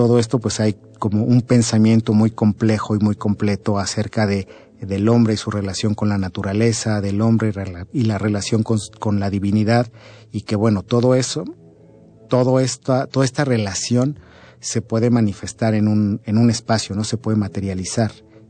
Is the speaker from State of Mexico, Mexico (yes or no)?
yes; Texcoco, State of Mexico, Mexico; yo crecí en esta zona del Estado de México. Yo crecí en Texcoco